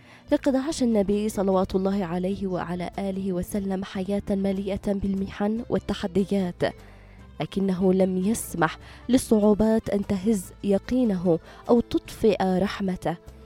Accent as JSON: {"language": "Arabic", "country": "Yemen", "said": "لكن المولد بالنسبة لنا كيمنيين ليس مجرد أضواء وزينة ومظاهر احتفال"}